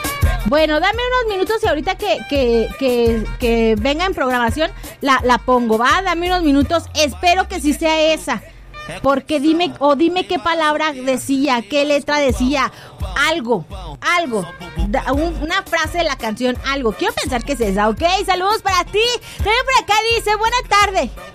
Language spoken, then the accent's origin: Spanish; Mexico; sí soy mexicana también